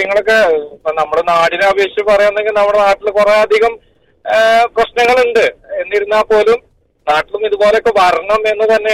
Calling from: Dubai, United Arab Emirates; ഞാൻ ദുബായിൽ നിന്നാണ്.

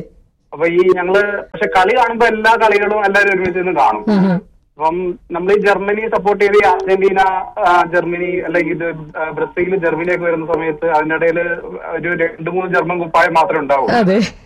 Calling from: Kannur, Kerala, India; ഞങ്ങളുടെ നാട്ടില് പ്രത്യേകിച്ച് കണ്ണൂര്

